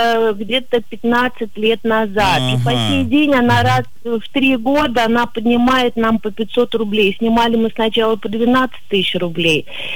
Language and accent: Russian; Moldova; now in Russia; Мы с мужем сами приехали с Молдавии. Ну, уже давным-давно. Вот, мы здесь обосновались.